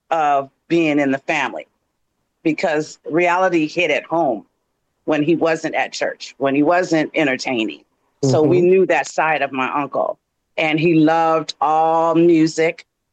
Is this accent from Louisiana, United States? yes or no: no; Oakland, California, United States; born there; I was born in Oakland.